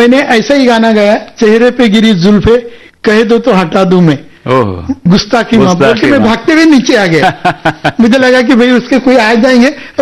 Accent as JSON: {"language": "Hindi", "region": "Maharashtra", "country": "India", "said": "अभी मैं महाराष्ट्र का रहने वाला हूँ"}